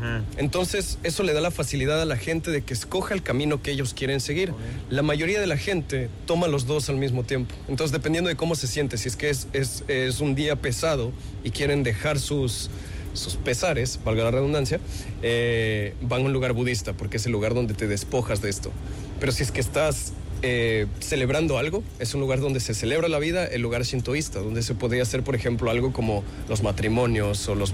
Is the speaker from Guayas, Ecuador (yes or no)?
no; Santo Domingo, Santo Domingo de los Tsáchilas, Ecuador; now in Japan; Yo soy de una familia que en realidad no viene de unos recursos muy altos. De hecho, vengo de Santo Domingo